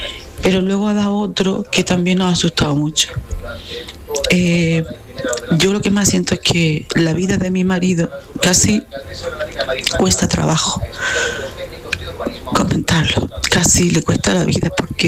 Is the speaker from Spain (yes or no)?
yes; Granada, Andalusia, Spain; Hola, y soy de Granada.